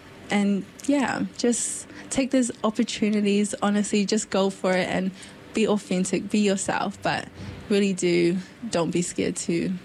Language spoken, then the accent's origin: English; New Zealand; I guess as a Kiwi, as someone being born in New Zealand, I'm proud of just being able to be proud of my identity. As a Samoan, that's probably my answer.